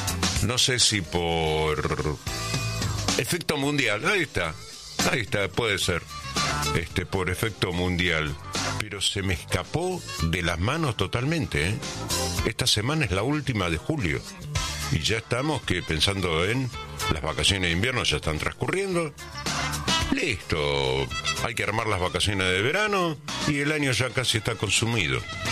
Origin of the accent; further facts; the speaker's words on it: Argentina; yo no recuerdo que acá en mi país, en la República Argentina, la gente de color negro tuvieran que ir a mear a baños exclusivos para negros